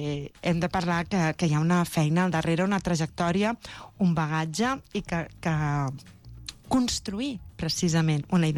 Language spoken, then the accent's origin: Catalan; Catalonia, Spain